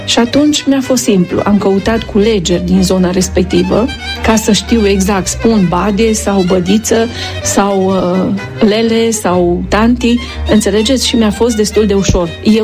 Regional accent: Turda, Cluj County, Romania; Am vrut să fie așa emblematic, să știe toată lumea că eu vin de la Turda.

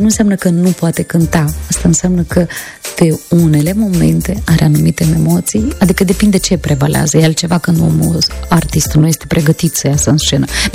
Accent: Moldova; Și mă gândeam, eu sunt din Moldova, știi că noi avem sindromul ăsta impostorului

